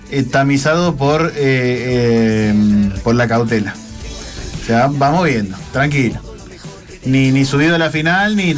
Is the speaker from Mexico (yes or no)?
no; Argentina; somos pesados los argentinos campeones